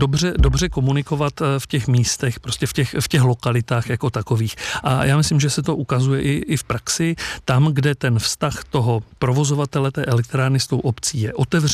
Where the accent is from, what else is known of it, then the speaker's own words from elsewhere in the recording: South Moravian Region, Czechia; já, protože jsem z Jižní Moravy